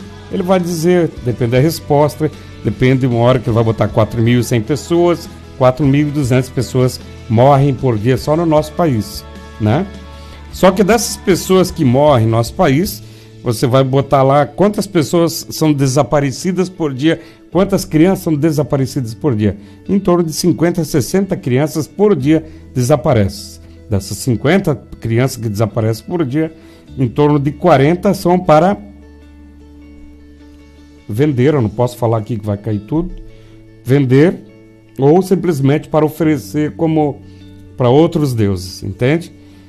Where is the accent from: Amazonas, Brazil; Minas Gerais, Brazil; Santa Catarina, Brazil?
Santa Catarina, Brazil; Joinville; now in Itaió, Brazil; Eu era de Joinville e vim pra cá agora há pouco tempo aí. Há 16 anos aqui, com vocês aqui na cidade de Itaió.